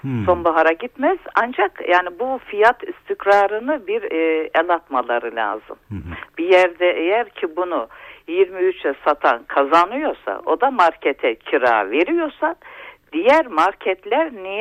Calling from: Trabzon, Turkey; Trabzon'dan arıyorum.

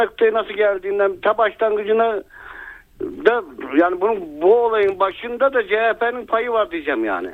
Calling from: Kütahya, Turkey; ben Kütahya'dan arıyorum

